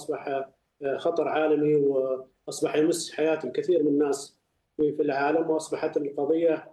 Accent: Riyadh, Riyadh Province, Saudi Arabia; حكومة المملكة العربية السعودية بما أني من الرياض أعلنت عن ترحيبها بهذا الاجتماع

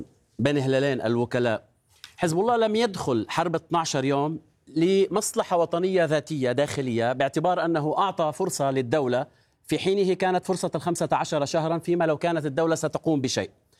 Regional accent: Lebanon; أنا أقول لك كلبناني وكمراقب في الوضع الداخلي اللبناني

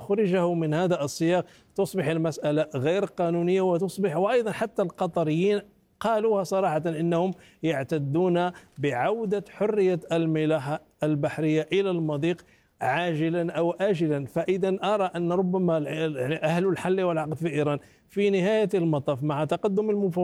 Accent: Oman; بمعنى آخر أننا نعتد نحن كعمانيين بفحوى القانون الدولي

